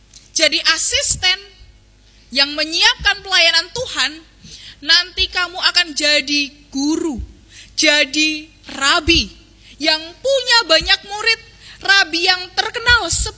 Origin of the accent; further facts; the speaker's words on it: Kutoarjo, Central Java, Indonesia; now in Yogyakarta, Indonesia; Saya tidak asli Jogja, saya dari Kutoarjo.